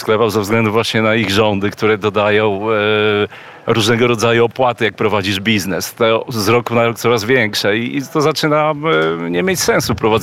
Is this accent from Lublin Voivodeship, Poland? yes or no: yes; Lublin, Lublin Voivodeship, Poland; now in United Kingdom; Tak, Lublin jest moim rodzinnym miastem